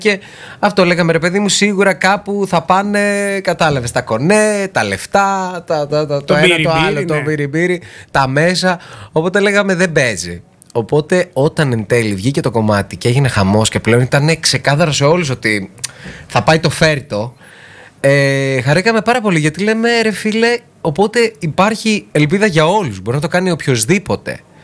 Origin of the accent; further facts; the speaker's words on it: Serres, Central Macedonia, Greece; από το σπίτι μου, από το χωριό μου, ας πούμε στα Σέρας.